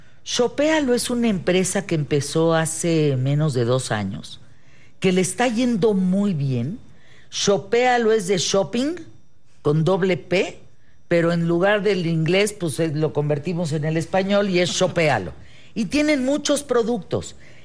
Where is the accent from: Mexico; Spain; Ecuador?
Mexico; Parral, Chihuahua; Soy de Parral, Chihuahua